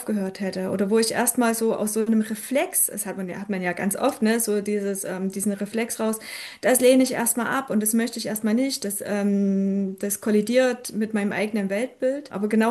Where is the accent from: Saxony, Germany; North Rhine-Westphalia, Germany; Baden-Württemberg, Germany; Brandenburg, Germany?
Saxony, Germany; born there; moved away; ich komme aus dem Erzgebirge und bin auch ganz anders aufgewachsen und erzogen